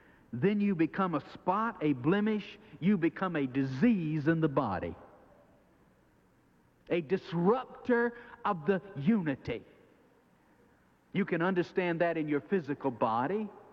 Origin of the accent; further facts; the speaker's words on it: Jacksonville, Florida, United States; I grew up out here in Riverside, here in Jacksonville